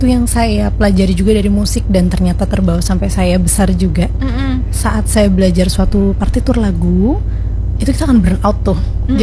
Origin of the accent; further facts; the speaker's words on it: Banjarbaru, South Kalimantan, Indonesia; also born or lived in Jakarta; Awalnya saya lahir emang di Jakarta. Soalnya bapak ibu saya dari Jakarta, terus karena penempatan tugas jadi dokter tadi di Martapura dan Banjarbaru, jadi dari kecil saya di Banjarbaru sampai sekarang.